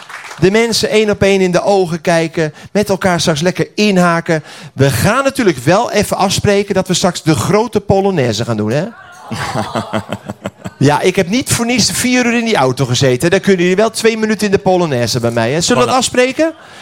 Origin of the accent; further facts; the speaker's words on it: Netherlands; Nou, ik ben een echte Hollander, hè? Dat horen jullie wel, hè?